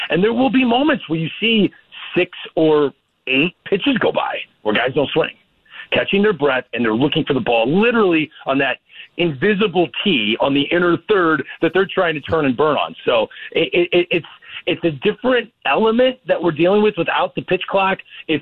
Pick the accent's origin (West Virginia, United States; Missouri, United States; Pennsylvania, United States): Missouri, United States; St. Louis; I know I'm from St. Louis.